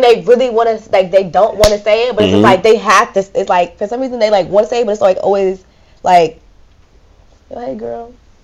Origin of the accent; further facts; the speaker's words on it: Hackensack, New Jersey, United States; I'm from Hackensack.